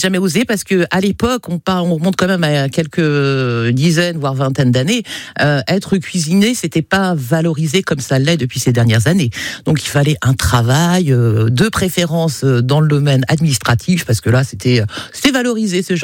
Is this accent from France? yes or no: yes; France; born there; j'ai une double culture, hein, je suis née en France et j'ai la culture kabyle.